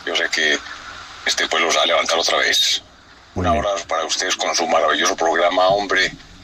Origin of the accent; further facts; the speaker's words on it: Medellín, Antioquia, Colombia; Es un lamentable suceso, pero pese a que soy de Medellín, veo que la gente de aquí es vergondita.